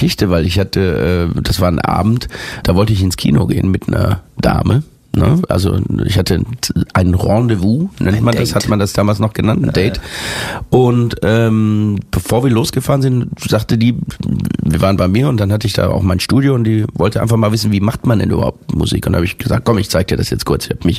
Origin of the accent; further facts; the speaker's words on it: Germany; Wenn ich als Deutscher englische Texte schreibe